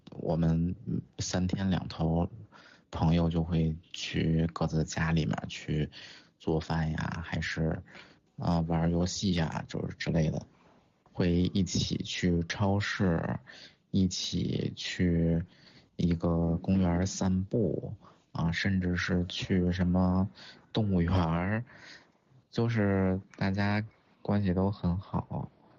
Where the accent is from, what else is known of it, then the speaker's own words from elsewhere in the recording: China; 整个那个团体里就我一个中国人，啊，也就我一个黄皮肤。